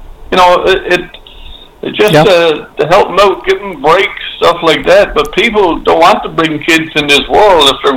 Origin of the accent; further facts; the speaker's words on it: Canada; the Canada that I'm a senior, the Canada that I grew up